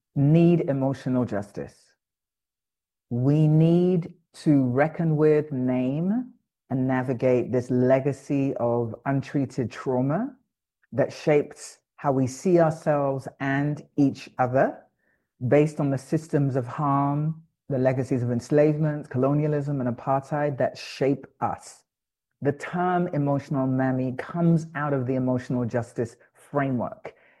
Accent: London, United Kingdom; born or raised there; moved away as an adult; also born or lived in New York; now in Accra, Ghana

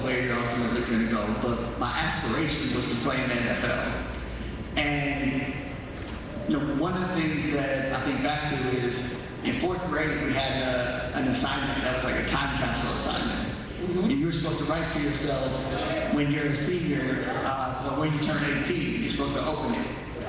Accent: Turlock, California, United States; That growing up in Turlock, I didn't see that in baseball.

